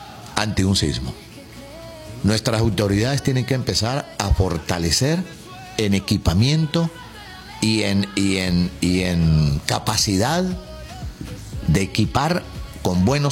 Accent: Venezuela; Y con esto tenemos que aprender los venezolanos.

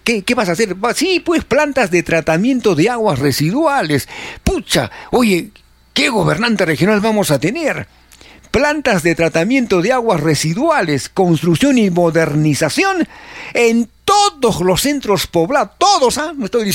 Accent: Peru; somos un país de tercer mundo, somos un país en vías de desarrollo. ¿Qué somos los peruanos en realidad?

